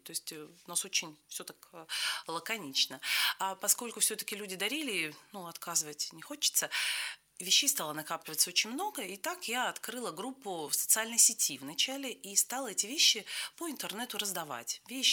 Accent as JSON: {"language": "Russian", "town": "Cherepovets", "region": "Vologda Oblast", "country": "Russia", "said": "я из Череповца"}